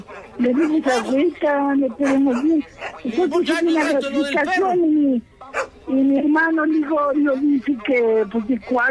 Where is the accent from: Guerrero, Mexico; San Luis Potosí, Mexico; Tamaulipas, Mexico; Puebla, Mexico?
Puebla, Mexico; Necaxa; Somos de allá de Necaxa, del estado de Puebla.